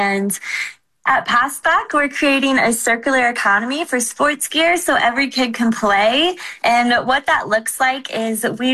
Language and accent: English; St. Louis, Missouri, United States; I grew up here in St. Louis.